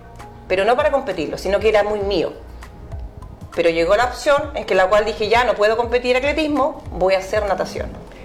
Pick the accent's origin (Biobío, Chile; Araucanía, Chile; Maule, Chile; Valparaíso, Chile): Biobío, Chile; Tomé; Yo nací acá en Tomé el 11 de diciembre de 1974. Ahí nací.